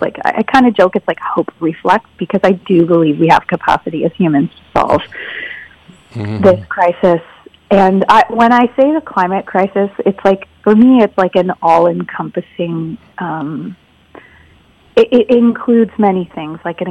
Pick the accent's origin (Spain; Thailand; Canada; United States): Canada; Whitby, Ontario; And then I grew up in Whitby, Ontario